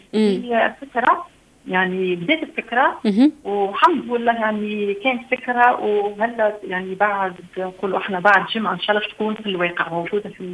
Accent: Tunisia; انا تونسيه

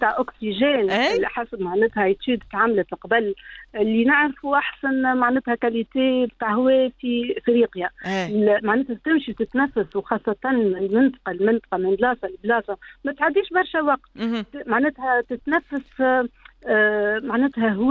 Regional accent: Sidi Hamada, Tunisia; now in United Arab Emirates; أهلي كلهم في سيدي حمادة

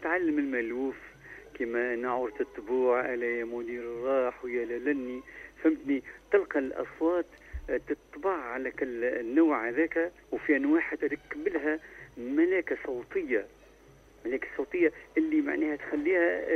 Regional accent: Tunisia; باش نجم ندوم كتونسي ونغني

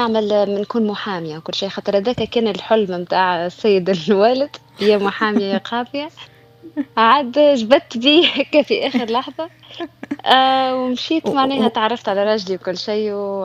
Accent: Tunisia; moved away as an adult; now in United States; كيف نتكلم كما نقول راني من تونس معناها بالاكسون ما يعرفونيش راني اجنبيه

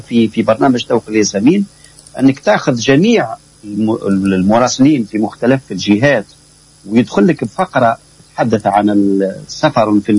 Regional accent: southern Tunisia, Tunisia; عندنا في الجنوب

